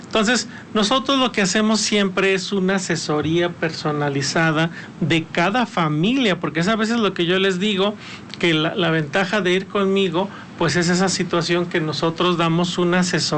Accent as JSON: {"language": "Spanish", "country": "Mexico", "said": "hablando de esa realidad de nosotros como mexicanos"}